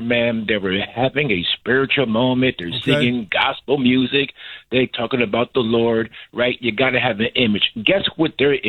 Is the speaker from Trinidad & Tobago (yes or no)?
no; Connecticut, United States; I'm from Connecticut, and I'm even hearing, man, that you're doing some good work, bro.